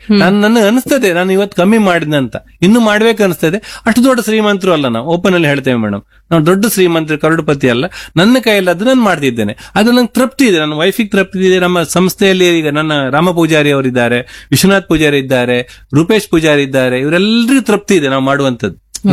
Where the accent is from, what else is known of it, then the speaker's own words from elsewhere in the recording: Nekinakatte, Karnataka, India; ನನ್ನ ಊರು ನೇಕಿನಕಟ್ಟೆ, ನಮ್ಮನೆ ಶಾಲೆಗೆ ಗ್ರೀನ್ ಬೋರ್ಡ್ ಕಂಪ್ಯೂಟರ್ಸ್ ಎಲ್ಲ ನನ್ನ ಶಾಲೆಗೆ ಕೊಟ್ಟಿದ್ದೇನೆ.